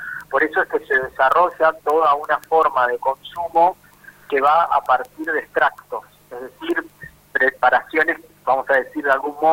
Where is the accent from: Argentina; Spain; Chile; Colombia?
Argentina